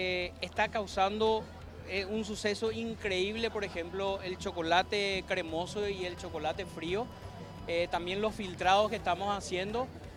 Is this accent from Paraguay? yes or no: yes; Ciudad del Este, Alto Paraná, Paraguay; Yo soy de Ciudad del Este